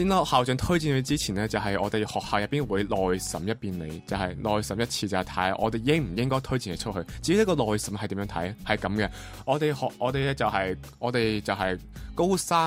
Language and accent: Cantonese; Macau; 我哋澳门人咧去内地高校咧